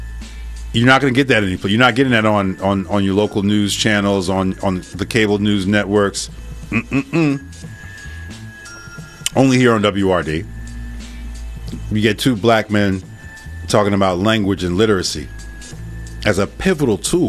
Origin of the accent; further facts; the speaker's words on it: Newark, New Jersey, United States; I remember in the hood where I grew up in Newark. Sorry for the long highlight, but I grew up, you know, in some rough spots in Newark